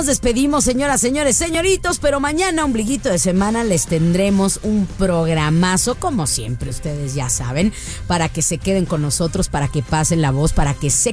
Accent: Guadalajara, Jalisco, Mexico; Nosotras somos las tapatías, ¿sí? Que importa. Desde el ombligo del universo, desde la ciudad de las rosas, desde Tapatilandia, desde Guadalajara, Guadalajara, Jalisco, México.

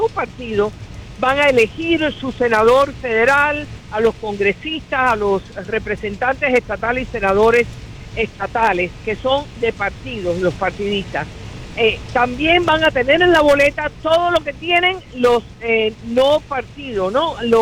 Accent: Cuba; born there; moved away; Yo nací en Cuba y le doy gracias a mis padres que me sacaron de ese infierno

